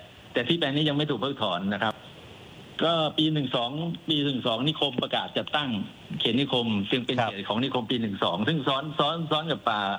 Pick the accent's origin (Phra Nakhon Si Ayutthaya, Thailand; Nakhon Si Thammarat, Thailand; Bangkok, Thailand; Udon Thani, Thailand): Udon Thani, Thailand; คนอุดรธานีครับ